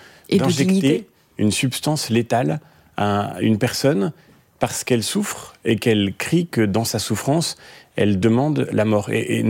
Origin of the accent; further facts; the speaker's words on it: France; et nous sommes Français collectivement engagés derrière ce choix